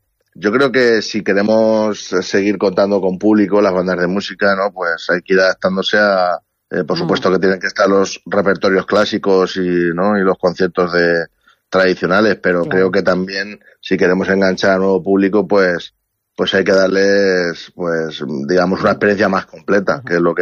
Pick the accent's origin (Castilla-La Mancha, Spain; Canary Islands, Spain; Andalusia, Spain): Castilla-La Mancha, Spain; Villarrobledo; concretamente la de mi pueblo, en Villarrobledo, y me he criado yendo a visitar bandas de música